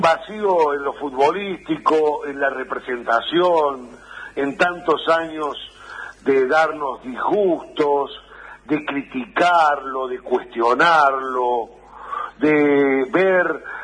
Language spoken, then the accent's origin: Spanish; Argentina; a los argentinos nos encanta